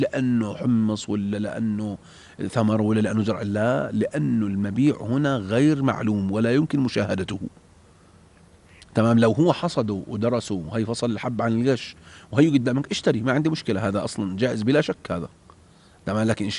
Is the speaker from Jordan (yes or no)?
yes; Jordan; عندنا في الأردن